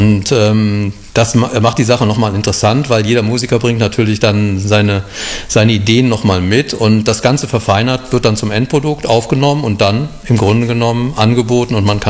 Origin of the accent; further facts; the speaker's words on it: Cologne, North Rhine-Westphalia, Germany; Und ich selber bin auch Kölner und sehr nah wohnhaft an Pulheim